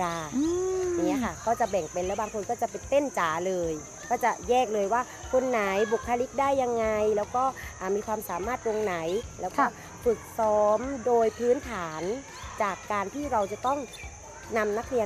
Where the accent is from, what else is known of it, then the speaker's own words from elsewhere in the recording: Southern Thailand, Thailand; เราเป็นคนใต้